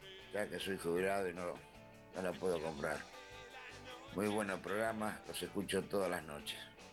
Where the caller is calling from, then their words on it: San Justo, Buenos Aires Province, Argentina; de San Justo